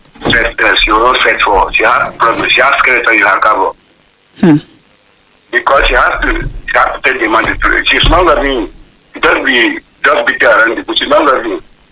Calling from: Hokkaido, Japan; calling from Hokkaido.

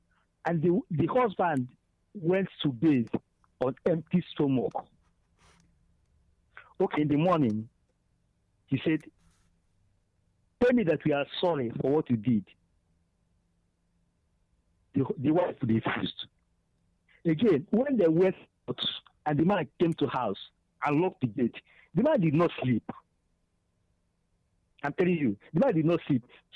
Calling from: Enugu, Enugu State, Nigeria; I'm calling from Enugu.

